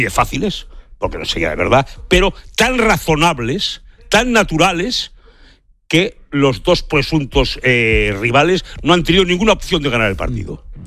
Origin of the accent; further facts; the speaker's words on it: Spain; Todas estas mierdas que a mí me irritan como ciudadano español.